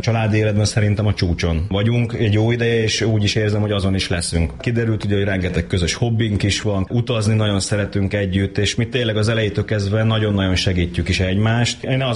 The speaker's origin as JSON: {"language": "Hungarian", "town": "Pécs", "region": "Baranya", "country": "Hungary", "also_born_or_lived": "Austria", "moved": "as an adult", "said": "mind a ketten mi pécsiek vagyunk"}